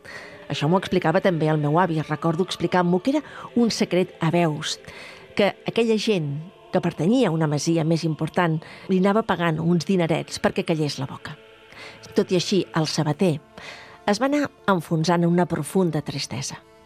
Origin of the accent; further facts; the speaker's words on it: Catalonia, Spain; la mitificació literària de la seva comarca, de la meva comarca, tot prenent l'Empordà